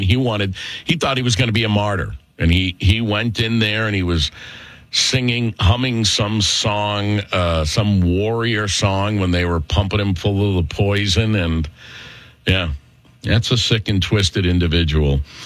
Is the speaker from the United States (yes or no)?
no; Ireland; I mean, listen, as being Irish, she was not actually very good to Ireland.